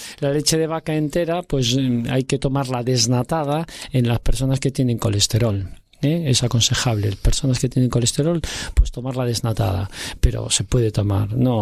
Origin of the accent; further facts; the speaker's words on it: Spain